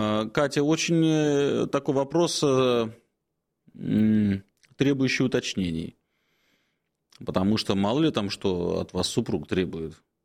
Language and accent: Russian; Moscow, Russia; мы живем в Москве еще там с середины или начала 19 века. И так-то я коренной москвич, я москвич, и я русский человек, и для меня Россия – это моя родина.